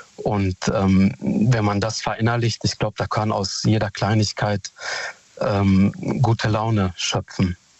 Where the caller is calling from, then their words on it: Hamm, North Rhine-Westphalia, Germany; Hallo Daniel … ich komme aus Hamm.